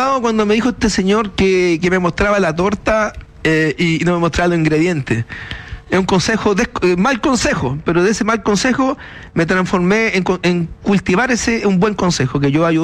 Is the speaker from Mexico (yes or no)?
no; Puente Alto, Santiago Metropolitan Region, Chile; Yo vengo de Puente Alto